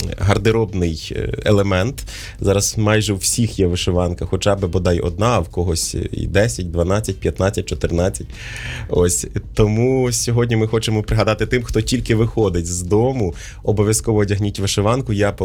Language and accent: Ukrainian; Podillia, Ukraine; я з Поділля.